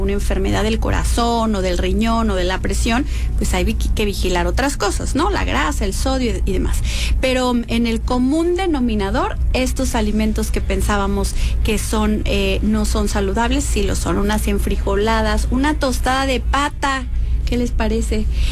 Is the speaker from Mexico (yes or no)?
yes; Guadalajara, Jalisco, Mexico; moved away; yo vengo de Guadalajara